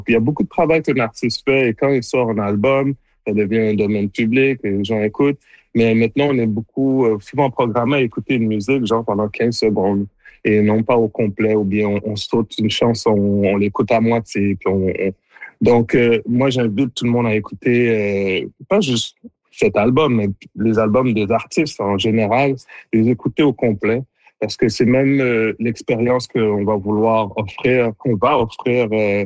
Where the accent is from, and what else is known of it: Montreal, Quebec, Canada; born there